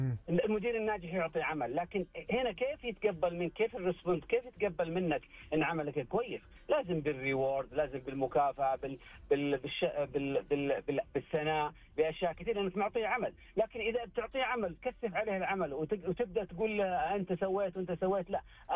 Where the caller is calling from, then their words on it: Riyadh, Riyadh Province, Saudi Arabia; من الرياض.